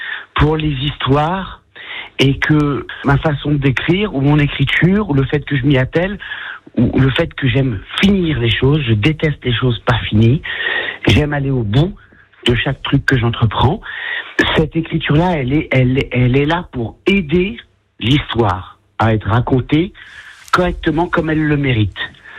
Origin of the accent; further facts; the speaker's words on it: Réunion; moved away; Dans un théâtre en plein air que j'ai vu tous les premiers spectacles de ma vie d'enfant à La Réunion.